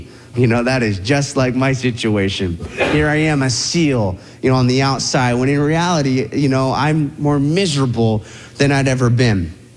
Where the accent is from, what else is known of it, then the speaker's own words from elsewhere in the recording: Huntington, California, United States; And I think we stashed the other one in my dad's garage in my hometown.